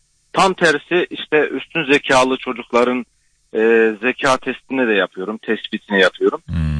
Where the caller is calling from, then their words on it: Kayseri, Turkey; Kayseri'den arıyorum